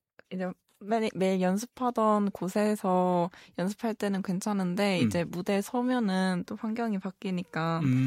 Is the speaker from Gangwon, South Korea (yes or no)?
no; Jeonju, North Jeolla, South Korea; 저는 전주 토박이로 이제 19년째 살고 있습니다.